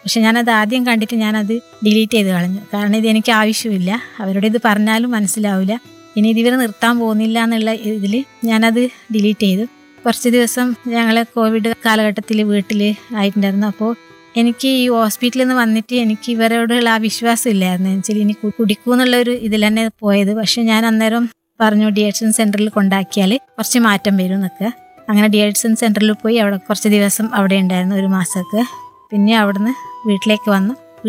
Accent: Karnataka, India; now in Kerala, India; ഞാൻ ജനിച്ചു വളർന്നത് കർണാടകയിലാണ്. അപ്പം അവിടെ ഇങ്ങനെ പ്രശ്നങ്ങളുള്ളത് കൊണ്ട് തന്നെ എൻ്റെ അമ്മേൻ്റെ ഫാമിലീസൊക്കെ ഇവിടെ കേരളത്തിലാണ്.

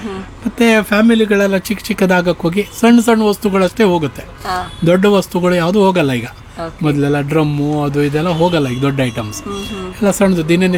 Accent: Thirthahalli, Karnataka, India; moved away as an adult; now in Shivamogga, India; ನಾನು ಹುಟ್ಟಿದ್ದು ತೀರ್ಥಹಳ್ಳಿಯಲ್ಲಿ ಟೌನು. ಓದಿದ್ದು ಅಪ್ ಟು 10th ತೀರ್ಥಹಳ್ಳಿಯಲ್ಲಿ. ಆಮೇಲೆ 5 ವರ್ಷ ಕಾಲೇಜಲ್ಲಿ ಶಿವಮೊಗ್ಗದಲ್ಲಿ DVS ಅಲ್ಲಿ ಮಾಡಿದ್ದು

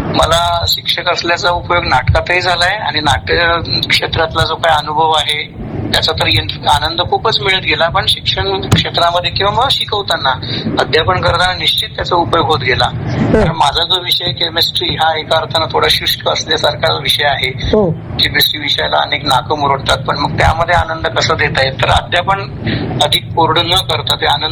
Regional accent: Nagardevla, Maharashtra, India; also born or lived in Bhadgaon / Chalisgaon / Dhule; माझं बालपण आपल्या जळगाव जिल्ह्यातल्या पाचोरा तालुक्यामध्ये नगरदेवळा म्हणून एक छोटस गाव आहे, त्या गावात गेलं. माझं प्राथमिक आणि माध्यमिक शिक्षणही बरस तिथेच पार पडलं. त्यानंतर शेजारचाच तालुका भडगाव इथे माझं 8वी नंतरच माध्यमिक शिक्षण आणि उच्च माध्यमिक शिक्षण तिथेच पूर्ण केलं

